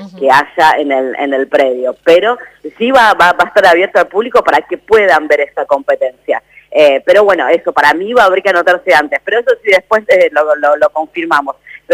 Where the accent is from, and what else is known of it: Argentina